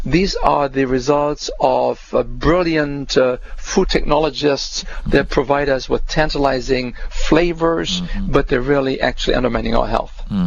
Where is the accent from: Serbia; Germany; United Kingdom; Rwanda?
Germany; You know, we had nothing when I grew up in Germany after the war. We had nothing.